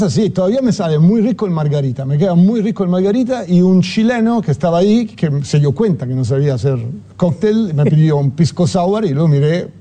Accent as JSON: {"language": "Spanish", "country": "Italy", "second_language": "Spanish", "said": "Llegas ahí y decís, ¿qué sos? Soy italiano, soy barman italiano. ¡Oh, buenísimo! Con el acento."}